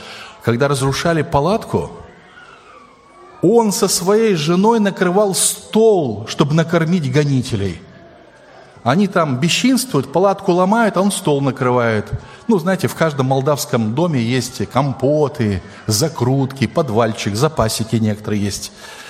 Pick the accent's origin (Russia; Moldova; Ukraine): Moldova; Chisinau; мое детство, юность проходили в Кишиневе.